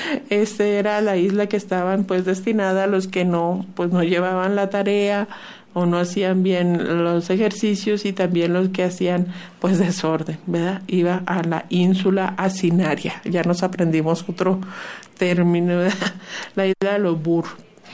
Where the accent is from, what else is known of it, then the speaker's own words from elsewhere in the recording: Chihuahua, Mexico; born there; Curiosamente, fíjese, yo soy nacida en Chihuahua y la colonia industrial es donde vive toda mi familia, ¿verdad?